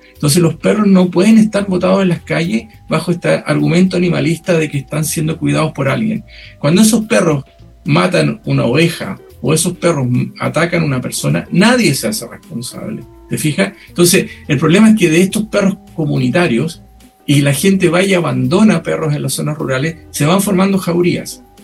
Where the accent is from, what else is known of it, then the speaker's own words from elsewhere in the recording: Chile; also born or lived in England / United States; El problema somos los chilenos que no tenemos la costumbre de cuidar a nuestros animales y hacernos responsables de lo que ellos hagan. Yo viví fuera de Chile, en Inglaterra y en Estados Unidos